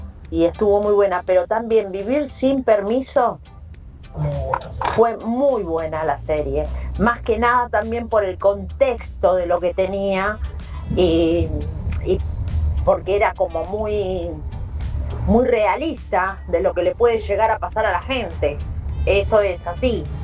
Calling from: Rafael Castillo, Buenos Aires Province, Argentina; de Rafael Castillo.

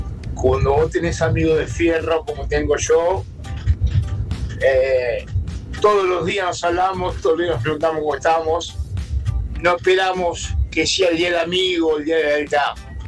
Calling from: Lomas de Zamora, Buenos Aires Province, Argentina; soy Loma de Zamora.

